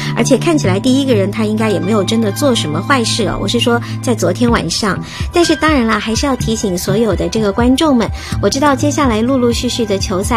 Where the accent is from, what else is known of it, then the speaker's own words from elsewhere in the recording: Shanghai, China; 这个地方跟我当然也很有关系哦，就是我的家乡上海。